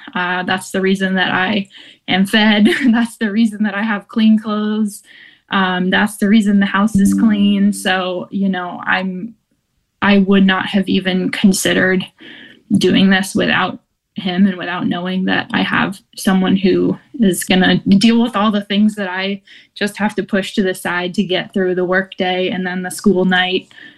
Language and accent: English; Durham, North Carolina, United States; I am from Durham, grew up in Durham. I live close to the school